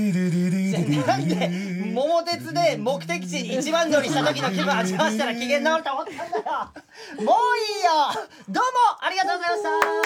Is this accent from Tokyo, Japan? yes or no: no; Kashima, Ibaraki, Japan; 僕ら、あの、本当鹿島アントラーズの鹿島市出身なので